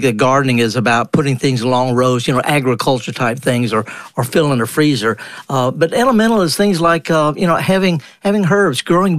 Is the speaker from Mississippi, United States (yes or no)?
yes; Mississippi, United States; I'm from Mississippi